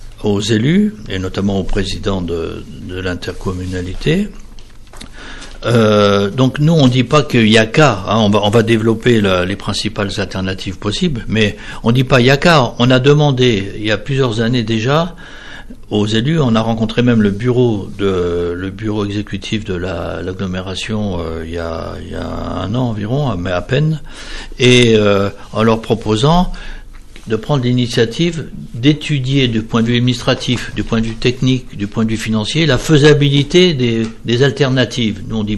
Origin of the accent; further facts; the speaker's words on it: Longwy, Grand Est, France; je suis de Longwy